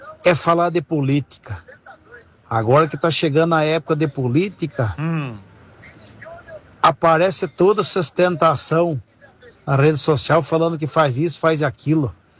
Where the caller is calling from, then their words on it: Itapetininga, São Paulo, Brazil; de cidade de Itapetininga.